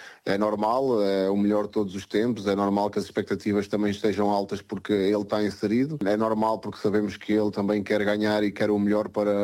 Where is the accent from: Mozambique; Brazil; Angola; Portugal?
Portugal; porque eu como português, como companheiro e como amigo, entristece-me ouvir as pessoas falarem disso de Ronaldo